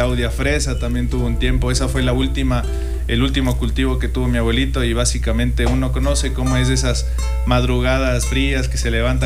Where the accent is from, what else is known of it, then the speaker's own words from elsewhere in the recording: Ambato, Tungurahua, Ecuador; yo soy soy de ambateño, pero yo toda mi vida me crié en Huachigrande, en una parroquia rural al sur de la de Ambato, a la salida ya de la provincia, básicamente casi.